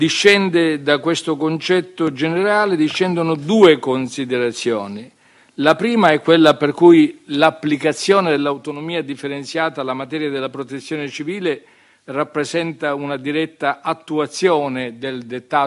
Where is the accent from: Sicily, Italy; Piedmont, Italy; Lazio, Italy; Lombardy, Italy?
Sicily, Italy; lo dico da siciliano, mi si consente di accostarmi a questo tema nella consapevolezza che a un siciliano tutto si può chiedere tranne di non essere autonomista.